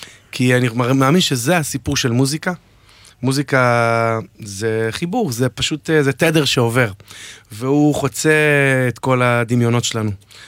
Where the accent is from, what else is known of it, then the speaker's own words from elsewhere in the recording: Dimona, Southern District, Israel; moved away; גדלנו בדימונה